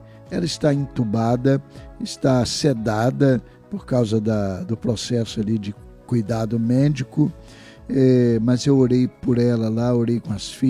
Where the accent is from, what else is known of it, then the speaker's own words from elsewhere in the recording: Cardoso Moreira, Rio de Janeiro, Brazil; Eu sou de Cardoso Moreira, com muita honra.